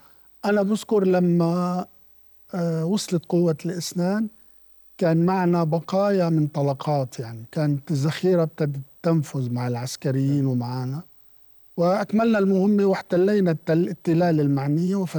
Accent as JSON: {"language": "Arabic", "country": "Lebanon", "tie": "born there", "said": "كنت في إجازة في قريتي، وكنت نايم عند جدتي في القرية."}